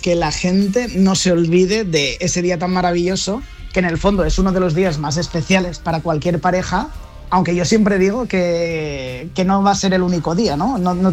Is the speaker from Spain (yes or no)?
yes; Catalonia, Spain; como buenos catalanes miramos mucho el tema del presupuesto